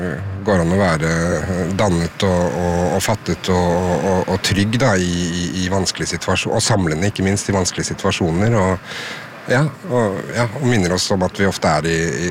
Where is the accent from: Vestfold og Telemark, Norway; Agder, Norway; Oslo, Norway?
Oslo, Norway; jeg er fra Oslo